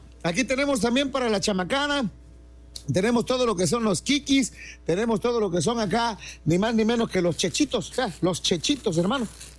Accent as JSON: {"language": "Spanish", "country": "Mexico", "said": "Vea usted nada más como buen mexicano."}